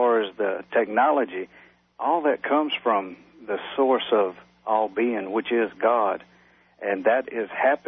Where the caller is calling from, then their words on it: Mississippi, United States; from Mississippi.